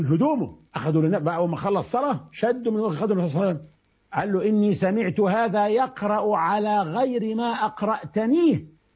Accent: Egypt; ما انا مصري وبقرا بورش اللي هي منتشره في المغرب مش في مصر

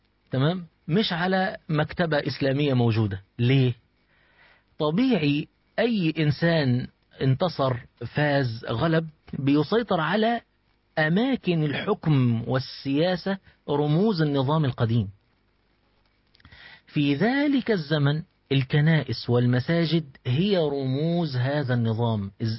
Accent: Egypt; يعني انا دلوقتي مصري

